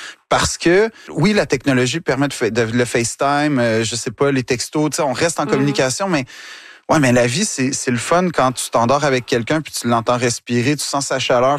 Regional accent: Quebec, Canada; Quand je dis que je suis Québécois jusqu'au bout des doigts, mais je le sens à tous les jours.

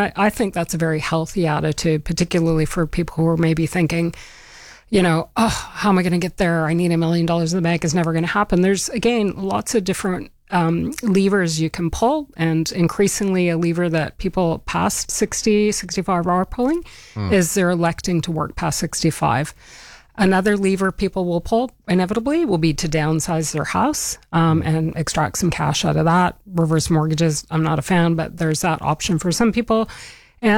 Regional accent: Canada; I come from Canada

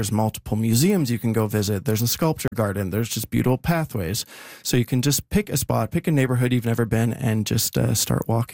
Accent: Regina, Saskatchewan, Canada; now in Saskatoon, Canada

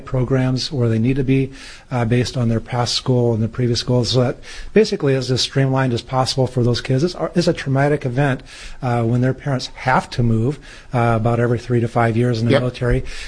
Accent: Iowa, United States; I grew up in Iowa, and so I stayed there a good portion about.

